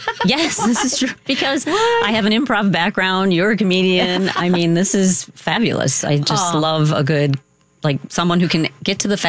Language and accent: English; Chicago, Illinois, United States; I think Humboldt Park community was a very diverse, strong community.